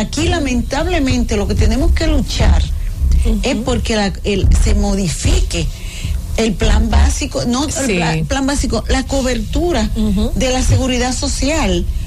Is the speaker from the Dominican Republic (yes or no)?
yes; Dominican Republic; Digo yo, de Dominican Republic, República Dominicana.